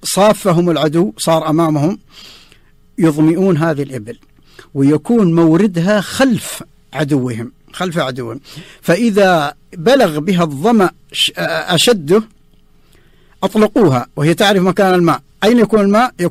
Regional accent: Saudi Arabia; هذا هو أفضل مكان عندهم في بلادنا المملكة العربية السعودية.

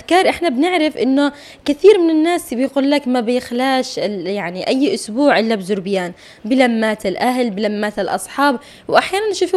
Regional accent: Aden, Yemen; accent: Adeni

